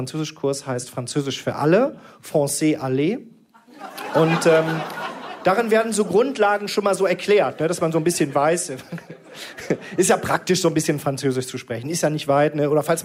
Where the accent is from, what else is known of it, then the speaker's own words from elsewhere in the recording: Krefeld, North Rhine-Westphalia, Germany; Denn ich bin aufgewachsen in der Nähe von Paris, in Krefeld.